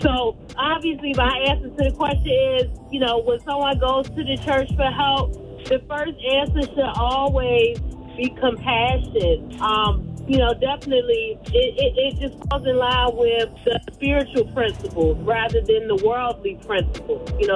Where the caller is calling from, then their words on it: Richmond, Virginia, United States; Hey, I'm calling from Richmond, Virginia.